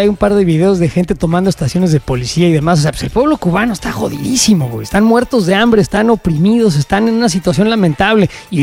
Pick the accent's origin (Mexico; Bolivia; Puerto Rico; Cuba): Mexico; somos nosotros los mexicanos